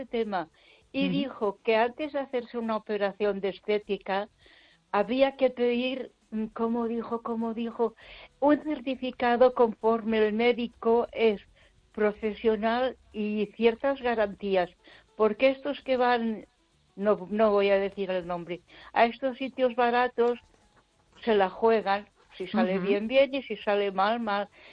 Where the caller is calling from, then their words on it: Ponferrada, Castile and León, Spain; de Ponferrada.